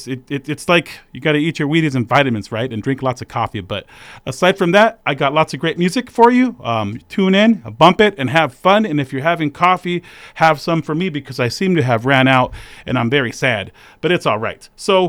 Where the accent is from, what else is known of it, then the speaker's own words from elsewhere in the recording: San Jose, California, United States; first language Spanish; English is a second language; now in Treasure Valley, Idaho, United States; I come from San Jose